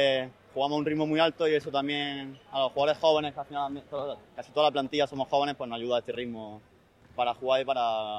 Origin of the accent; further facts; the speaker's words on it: Granada, Andalusia, Spain; now in Motril, Spain; yo soy de Granada, o sea que llevaba 3 años fuera